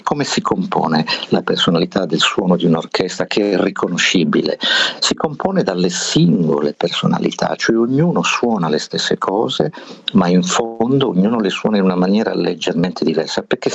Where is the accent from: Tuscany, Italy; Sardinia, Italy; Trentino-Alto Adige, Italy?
Sardinia, Italy; Berchidda; Io la prima volta che sono uscito da Berchida, dal mio paese, per andare al paese vicino, so che fa ridere, ma erano altri tempi, il paese vicino era Monti, che stava a 15 km da Berchida